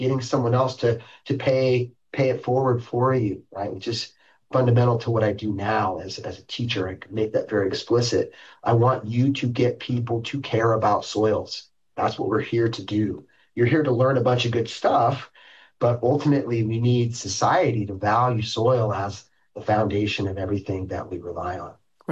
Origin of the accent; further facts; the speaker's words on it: Chico, California, United States; growing up in Chico and growing up around kids whose parents were professors